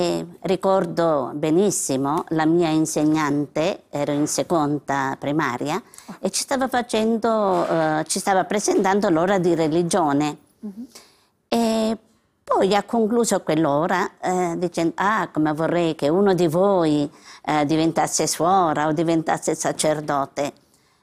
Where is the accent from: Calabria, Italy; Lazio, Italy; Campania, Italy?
Calabria, Italy; Paola; mio paese, in Paola, provincia di Cosenza, in Calabria